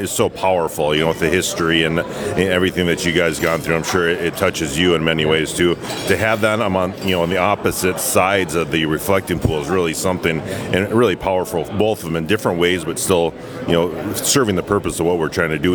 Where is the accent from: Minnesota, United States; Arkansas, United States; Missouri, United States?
Minnesota, United States; Barnesville; my hometown of Barnesville